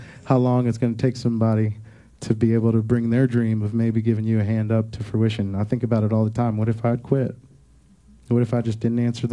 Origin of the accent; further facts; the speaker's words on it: Hurricane, West Virginia, United States; I told him I was from Hurricane. He said Hurricane, and I said, "No, excuse me, sir, it's pronounced Hurricane."